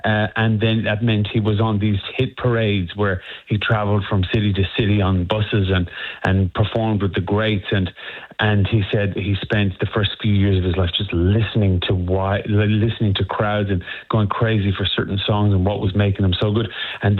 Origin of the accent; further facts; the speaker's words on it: Longford, Leinster, Ireland; So I'm from Longford in Ireland. So it's the very, very centre, the most central county of Ireland.